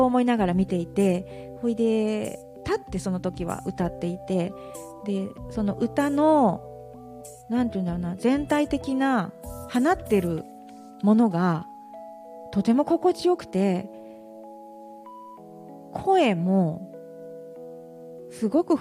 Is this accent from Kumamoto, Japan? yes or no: no; Kyotango, Kyoto, Japan; moved away; 私も京丹後に戻ってちょっとしてたぐらいなんで